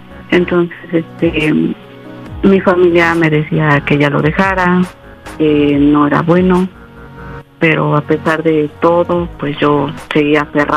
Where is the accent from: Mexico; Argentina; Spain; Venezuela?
Mexico; San Luis Potosí; Tengo 32 años y soy de San Luis Potosí.